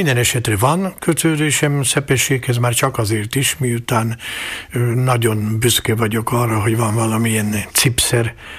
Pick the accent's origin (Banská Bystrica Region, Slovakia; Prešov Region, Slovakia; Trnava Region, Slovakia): Prešov Region, Slovakia; Kežmarok; also born or lived in Levoča; Igen, mindnyájan Lőcsén születtünk, három testvérem is, mert amikor én születtem, akkor még ómama élt, az ópapa már nem sajnos, úgyhogy édesanyám logikusan Lőcsére ment, akkor mi különben Kézsmárkon laktunk akkor